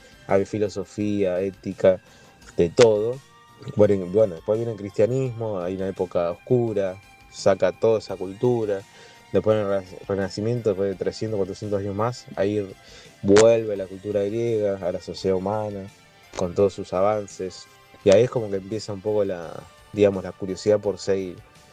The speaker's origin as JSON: {"language": "Spanish", "town": "Rosario", "region": "Santa Fe", "country": "Argentina", "said": "de Rosario, seguimos con la columna de astronomía"}